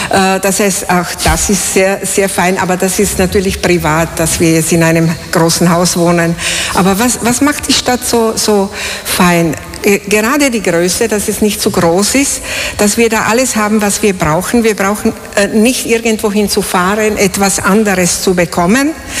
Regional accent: Bratislava, Bratislava Region, Slovakia; also born or lived in Vienna; now in St. Pölten, Austria; Ich bin in einer Wohnung in Bratislava aufgewachsen und ich weiß, wie es ist, die Nachbarn zu hören und so. Und so sind wir nach Wien gekommen

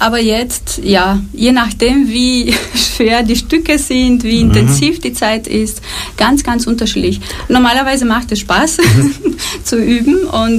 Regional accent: Romania; Ja, genau, also ich komme aus Rumänien und in Rumänien ist die Panflöte ein traditionelles Musikinstrument.

